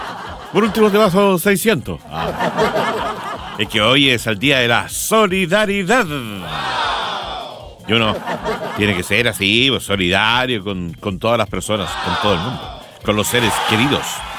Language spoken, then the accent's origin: Spanish; Padre Hurtado, Chile; ¿Somos o no somos solidarios los chilenos? Con todo ese ejemplo que nos dejó el padre Alberto Hurtado Cruchaga. Y ay, ¿verdad? Pues yo vivo cerca. Allá en mi tierra, ya vio ahí en Padre Alberto Hurtado.